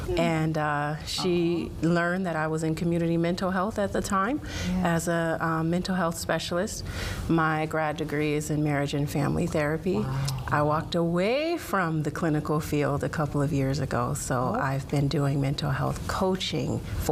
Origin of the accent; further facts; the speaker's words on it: Portland, Oregon, United States; Let's see. I'm from the Portland, Oregon area.